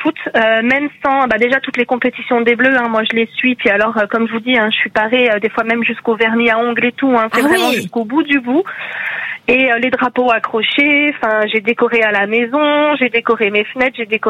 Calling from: Maxéville, Grand Est, France; Moi, je suis à Maxéville, mais disons Nancy, en fait.

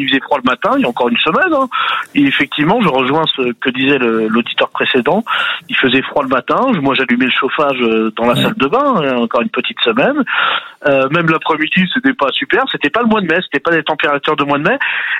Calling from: Paris, Île-de-France, France; Alors, je suis à Paris

